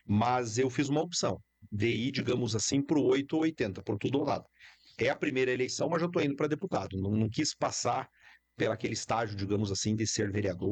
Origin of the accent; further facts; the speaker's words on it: Clevelândia, Paraná, Brazil; now in Pato Branco, Brazil; da minha cidade natal, lá em Clevelândia